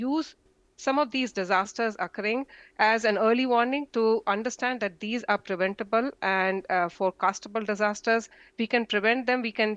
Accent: India; moved away; I'm an Indian.

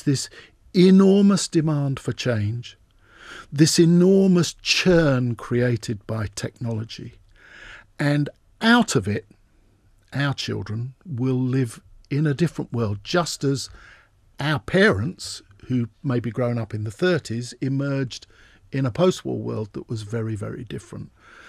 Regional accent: United Kingdom; I'm just talking now from as a Brit.

